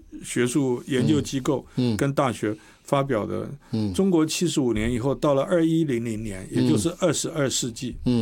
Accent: Taiwan; 我们台湾人

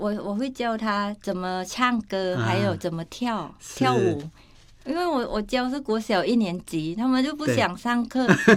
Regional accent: Thailand; Chinese is a second language; now in Taiwan; 我说，哦，我来自泰国，对啊，所以我就会说，我是来自泰国，可是我嫁给台湾人了，我也是台湾人，对。

